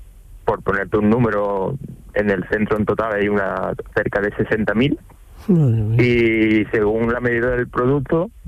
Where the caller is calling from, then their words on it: Dos Hermanas, Andalusia, Spain; yo estoy en Dos Hermanas, el polígono La Isla.